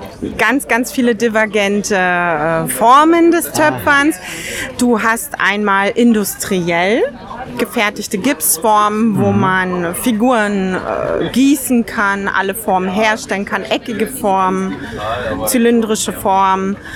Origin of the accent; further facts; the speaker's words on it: Cottbus, Brandenburg, Germany; born there; ich stamme gebürtig aus Cottbus, das ist ganz in der Nähe vom Spreewald, wollte mir dann gerne ein Grundstück hier im Hotspot leisten. Da hatte ich das Geld schlichtweg nicht und habe mir einen Bauernhof sozusagen im Randspreewald gegönnt.